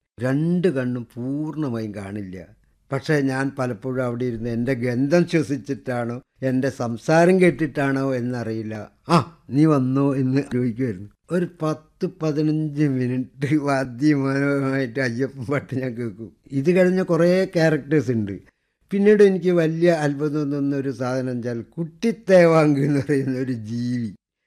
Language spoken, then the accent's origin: Malayalam; Kozhikode, Kerala, India; ആ കൊടിമരം സാക്ഷിയായിട്ടാണ് ഞങ്ങൾ കോഴിക്കോട്ടുകാർ ഈ സാധനങ്ങളൊക്കെ കാട്ടിക്കൂട്ടുന്നത്.